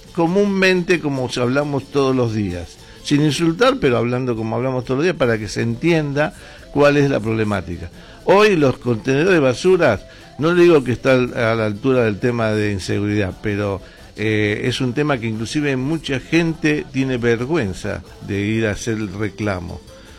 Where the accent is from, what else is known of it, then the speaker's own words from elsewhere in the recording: Buenos Aires, Argentina; Yo me crié en Mataderos, yo me crié en la puerta de casa, en la calle.